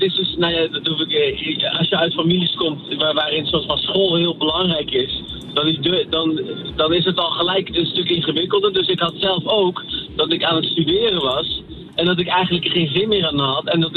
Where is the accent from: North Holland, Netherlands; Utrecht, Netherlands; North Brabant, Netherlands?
North Brabant, Netherlands; Ik denk dat, ja, jullie zijn zelf Brabant, dus er zitten genoeg Marokkanen in Brabant. Want ja, ik ben zelf ook uit Brabant.